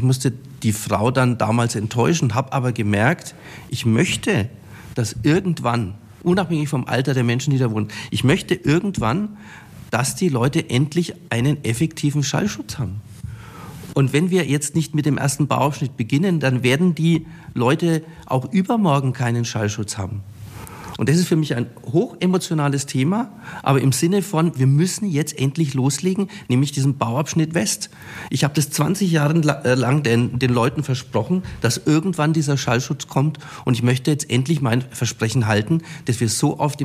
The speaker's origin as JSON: {"language": "German", "town": "Nuremberg", "region": "Bavaria", "country": "Germany", "tie": "born or raised there", "said": "Also ich komme ja aus Muggenhof, also direkt am Frankenschnellweg aufgewachsen"}